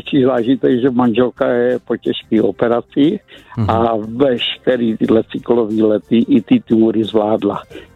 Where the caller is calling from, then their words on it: Stará Boleslav, Central Bohemian Region, Czechia; ze Křenků, Starý Boleslaví.